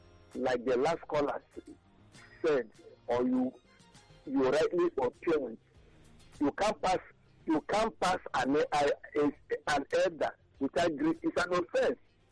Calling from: Nigeria; I'm calling from Eba.

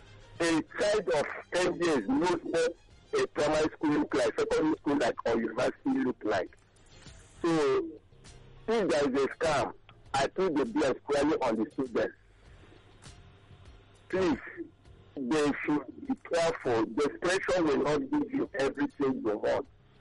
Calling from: Nepal; I'm calling from Nepal.

